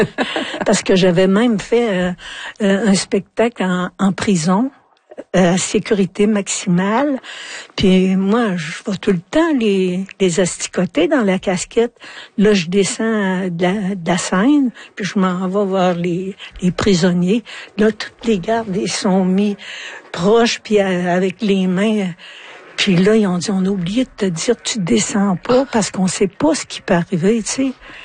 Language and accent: French; Quebec, Canada; now in Montreal, Canada; chez nous, en Abitibi, on est proche des gens. T'sais. Quand je suis arrivée à Montréal